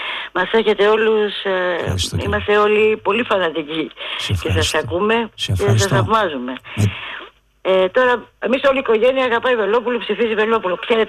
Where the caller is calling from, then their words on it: Pallini, Attica, Greece; από την Παλινή.